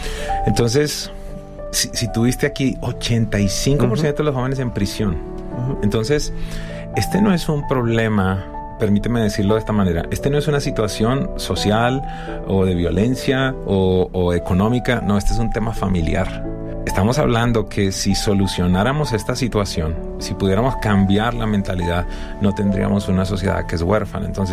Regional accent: Colombia; moved away; Viajo a Colombia hace 2 semanas. Allí hago la referencia y me encuentro que mi país de origen

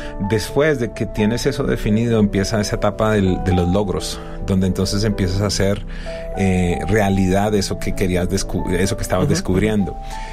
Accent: Colombia; moved away; Viajo a Colombia hace 2 semanas. Allí hago la referencia y me encuentro que mi país de origen

